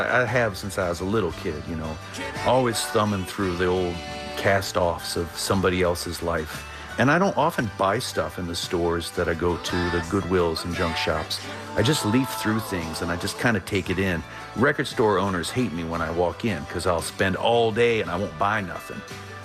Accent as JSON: {"language": "English", "town": "Harrisonburg", "region": "Virginia", "country": "United States", "tie": "born or raised there", "said": "I could walk down the street in my hometown of Harrisonburg, Virginia, and see so many of the things that were in the film."}